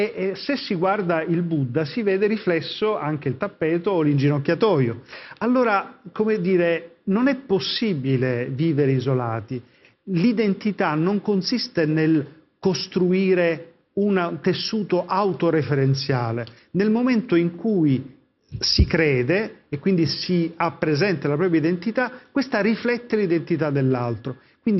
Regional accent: Messina, Sicily, Italy; moved away; Mi sono accorto alla tarda età di 59 anni che il mio modo di pensare deriva dalla visione che ho avuto da bambino, da giovane, della mia terra, che è lo stretto di Messina.

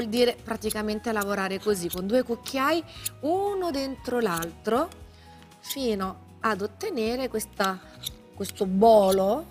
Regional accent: Sorrento, Campania, Italy; born there; also born or lived in Paris, France; i miei genitori si sono trasferiti a Sorrento

